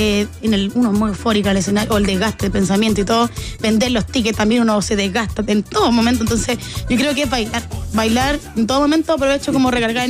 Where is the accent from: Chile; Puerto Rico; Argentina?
Chile; yo nací con esa sazón de toque chilena.